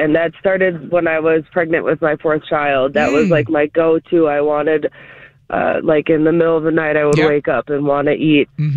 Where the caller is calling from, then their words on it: Racine, Wisconsin, United States; in Racine.